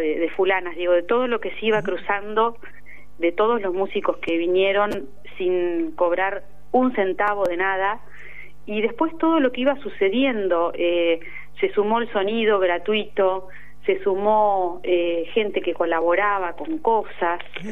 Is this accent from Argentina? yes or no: yes; Azul, Buenos Aires Province, Argentina; yo soy de Azul, sí.